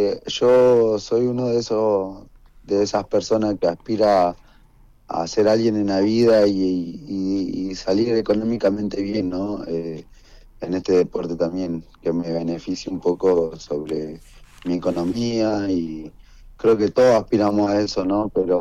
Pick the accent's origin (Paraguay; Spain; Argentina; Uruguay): Argentina; El Calafate, Santa Cruz; born there; estoy radicado, vivo de los 8 años, tengo 26 años y de los 8 años que vine a...